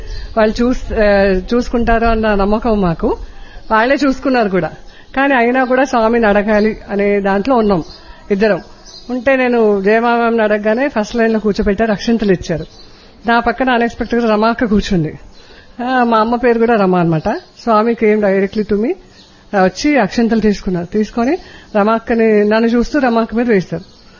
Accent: Hyderabad, Telangana, India; నేను హైదరాబాద్ నుండి వచ్చాను. నేను 1995-1998 ఇక్కడ చదివాను.

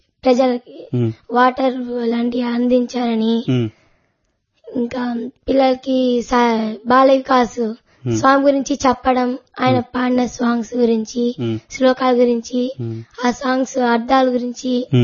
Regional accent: Karmanpalli, Andhra Pradesh, India; కార్మాన్పల్లి.

